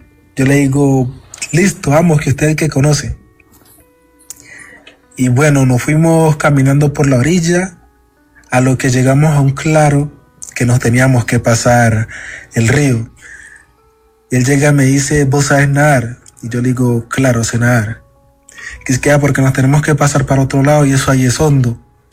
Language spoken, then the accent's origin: Spanish; Cauca, Colombia; also born or lived in Puerto Tejada; Yo soy nacido en el Cauca